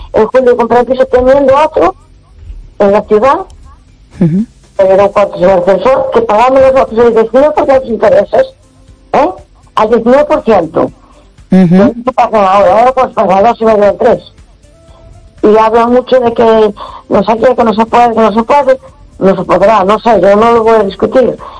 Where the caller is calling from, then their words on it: A Coruña, Galicia, Spain; de Coruña.